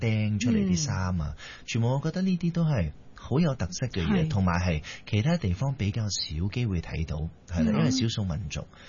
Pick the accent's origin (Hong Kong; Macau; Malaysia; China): Malaysia; Ipoh, Perak; also born or lived in Malacca / Penang; now in Kuala Lumpur, Malaysia; 咁我喺馬六甲出世啦，咁跟住就由細即係讀幼稚園咧，就搬咗入去怡寶啦，咁就喺怡寶咧就讀到Form Two